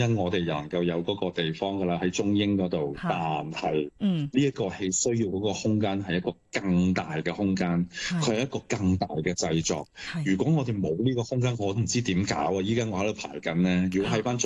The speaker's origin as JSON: {"language": "Cantonese", "country": "Hong Kong"}